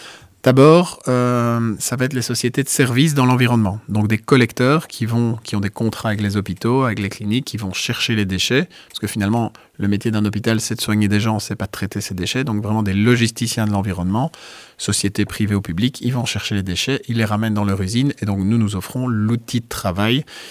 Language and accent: French; Liège, Wallonia, Belgium; born there; Moi, je suis né à Liège, donc voilà, on est sur l'axe Liège-Mons.